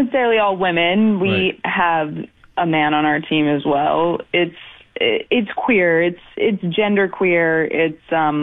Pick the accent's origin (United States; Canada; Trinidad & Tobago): Canada; Winnipeg, Manitoba; Well, growing up in Winnipeg, went to an all-girls school.